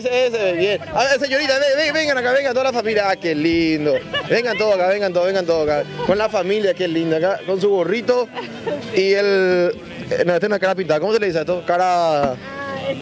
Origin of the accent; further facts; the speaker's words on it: Paraguay; en realidad soy de Itara, pero es zona, zona